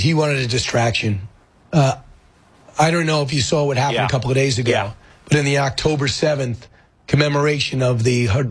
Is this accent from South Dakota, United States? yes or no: no; New York, United States; I'm a New Yorker.